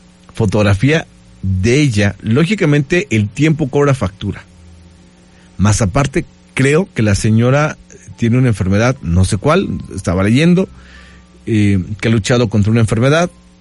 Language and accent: Spanish; Puebla, Mexico; ¡Ah, yo soy de Puebla! ¡No manches!